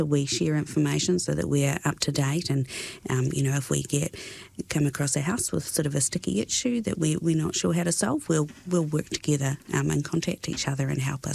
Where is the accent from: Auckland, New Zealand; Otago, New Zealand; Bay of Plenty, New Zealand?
Otago, New Zealand; Waitahuna; moved away as an adult; also born or lived in Wellington; now in Dunedin, New Zealand; I grew up down this way. I grew up in Waitahuna, small country town. But yeah, before this I worked in, went to university in Wellington.